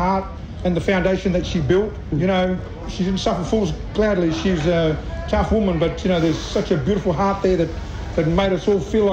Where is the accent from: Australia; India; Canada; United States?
Australia; South Australia; also born or lived in Northern Territory; I'm South Australian, half South Australian, half Northern Territory, Arabana country.